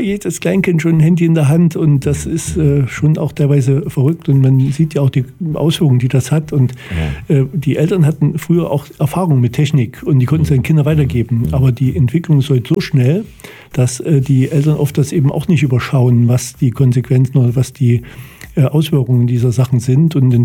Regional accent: Thuringia, Germany; Also natürlich, ich bin ja Thüringer.

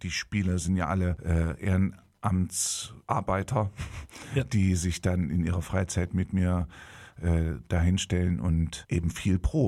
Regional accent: Gotha, Thuringia, Germany; ich bin gebürtiger Gotha

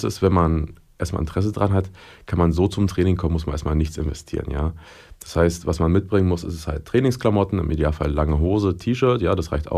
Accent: Brandenburg, Germany; Ich komme jetzt nicht aus Jena, sondern halt aus einer Kleinstadt in Brandenburg an der Oder. Da gab es halt so kein Kendo.

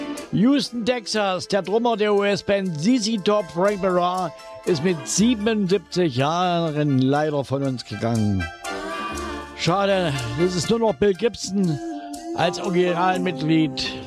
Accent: East Germany, Germany; Also ich als Ossi, naja. Ein Ossi bin ich ja, natürlich, klar.

